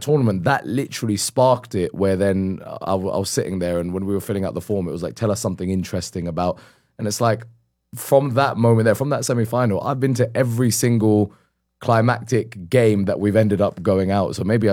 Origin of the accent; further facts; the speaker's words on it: London, United Kingdom; Being Pakistani British, and actually going further than that, I consider myself more a Pakistani Londoner rather than the British thing